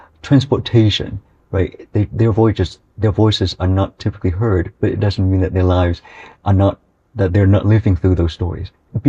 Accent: Vietnam; moved away as an adult; now in United States; I grew up in Vietnam. I've been here for over 10 years. I came here for school originally

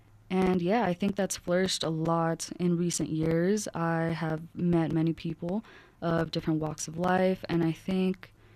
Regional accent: Denver, Colorado, United States; I'm from Montbello, and I was born and raised there. So more or less off of 56th and Peoria.

